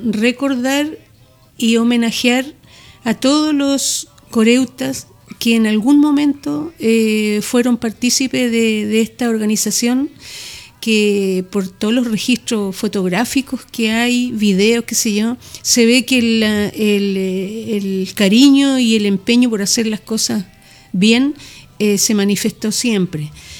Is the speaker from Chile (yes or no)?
yes; Santiago, Santiago Metropolitan Region, Chile; now in San Vicente, Chile; Yo soy de Santiago, llegué acá, esta comuna, esta región me ha recibido muy bien.